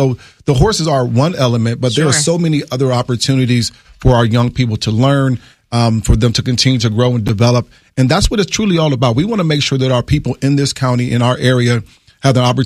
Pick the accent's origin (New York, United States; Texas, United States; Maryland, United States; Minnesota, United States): Maryland, United States; Fort Washington; I grew up in Fort Washington, Maryland. My horse farm is in Upper Marlboro, Maryland.